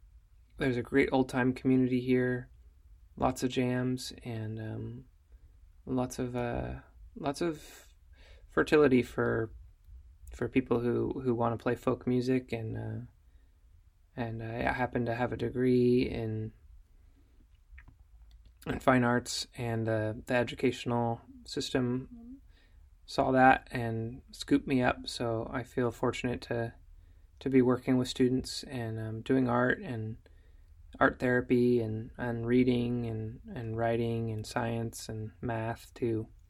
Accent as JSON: {"language": "English", "town": "Everett", "region": "Washington", "country": "United States", "tie": "born or raised there", "moved": "as an adult", "lives_now": "Port Townsend, United States", "said": "I moved to Port Townsend from my hometown of Everett"}